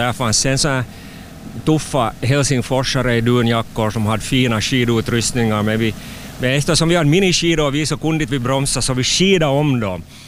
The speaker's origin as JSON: {"language": "Swedish", "country": "Sweden", "accent": "hange dialect", "moved": "yes", "lives_now": "Canada", "said": "det är mitt modersmål. Det är det språket som mamma och pappa och mommo och morfar och fammo och fafa talar. Och det sitter så djupt att det far ingenstans fast man bor 30 år i Kanada."}